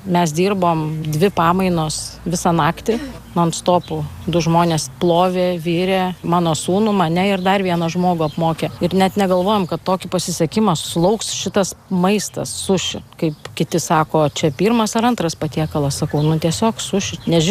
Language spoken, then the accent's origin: Lithuanian; Kaunas, Kaunas County, Lithuania; now in Josvainiai, Lithuania